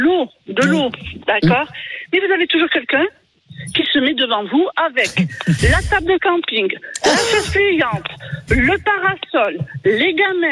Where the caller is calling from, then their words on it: Toulouse, Occitanie, France; Et moi, je suis de Toulouse de base.